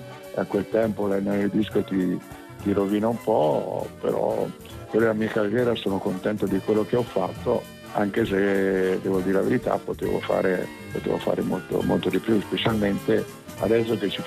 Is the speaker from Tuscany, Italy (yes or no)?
yes; Tuscany, Italy; Sono originario della provincia di Pisa, mi mettono tutti Siena, ma io no, provincia di Pisa